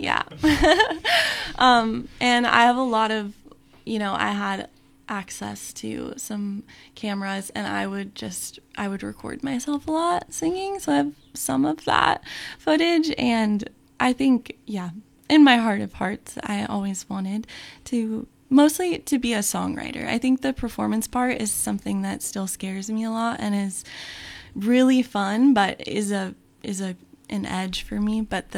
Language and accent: English; California, United States; also born or lived in Texas; now in Jefferson County, United States; I'm from Texas. And even though I grew up mostly in California and have lived here for a while